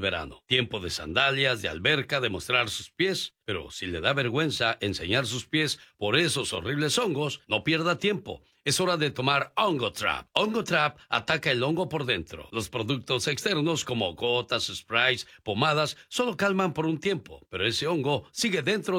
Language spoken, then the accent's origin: Spanish; San Luis Potosí, Mexico; moved away; un día salí de San Luis Potosí, pero San Luis Potosí nunca salió de mí.